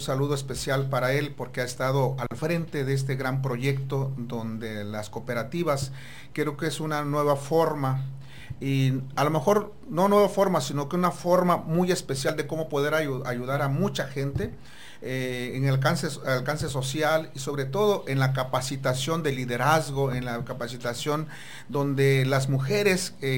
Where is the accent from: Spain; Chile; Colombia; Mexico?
Mexico; y obviamente como mexicanos de aquí